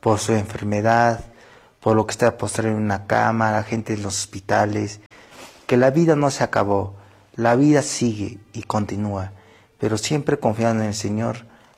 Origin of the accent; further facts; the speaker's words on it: Urubamba, Cusco, Peru; tengo 24 años, soy de aquí de Perú, Cusco, Urubamba.